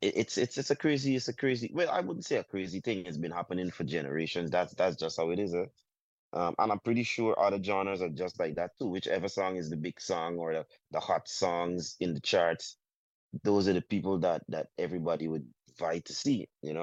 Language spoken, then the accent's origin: English; Guyana; I'm from Guyana